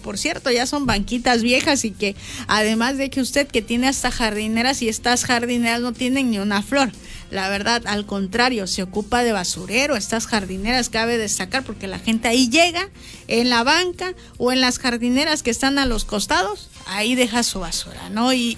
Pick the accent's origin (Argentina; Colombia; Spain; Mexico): Mexico; como buenos mexicanos nos conocemos y sabemos cómo somos